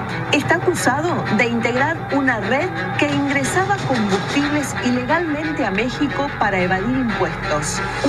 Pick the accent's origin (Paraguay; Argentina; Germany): Argentina